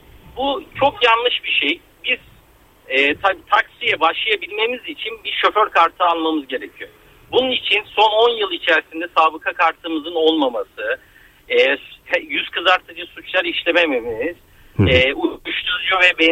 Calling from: Istanbul, Turkey; İstanbul'dan arıyorum sizi.

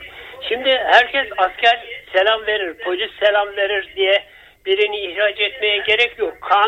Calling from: Adapazarı, Sakarya, Turkey; Ben Adapazarı'ndan arıyorum.

